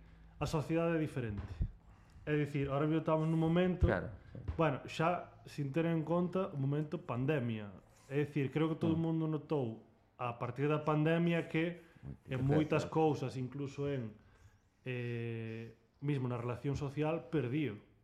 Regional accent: Laxe, Galicia, Spain; Eu son de Laxe.

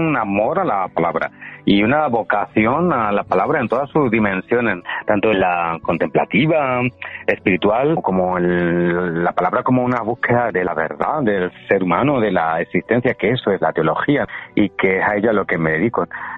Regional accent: Granada, Andalusia, Spain; soy granadino

